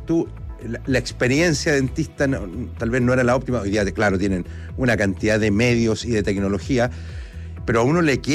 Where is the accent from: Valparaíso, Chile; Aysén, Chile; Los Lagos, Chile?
Aysén, Chile; Coyhaique; A la undécima región, hoy está de cumpleaños, mi ciudad natal, Coyhaique.